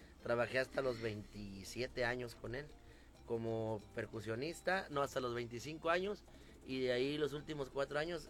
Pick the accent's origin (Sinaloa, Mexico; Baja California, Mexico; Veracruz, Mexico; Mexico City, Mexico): Veracruz, Mexico; Soy, soy veracruzano, mi padre cubano, mi madre veracruzana, abuelos cubanos.